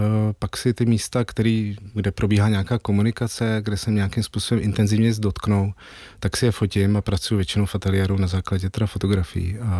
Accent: Hradec Králové, Hradec Králové Region, Czechia; moved away as an adult; also born or lived in Orlické hory; Já jsem žil do 25 nebo do 20 let v Hradci Králové, strávil jsem dětství v Orlických horách, kde jsme měli chalupu

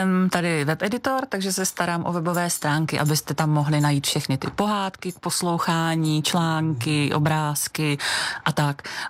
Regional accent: Prague, Czechia; Já jsem byla Pražák. Já jsem opravdu jako … ze sídliště, z paneláku a bydleli jsme hned naproti škole, takže na Lehovci. Zní to tak pěkně. A je to u Černého mostu.

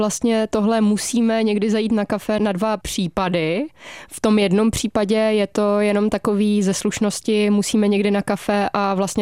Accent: Aš, Karlovy Vary Region, Czechia; Tak já z Aše, ano.

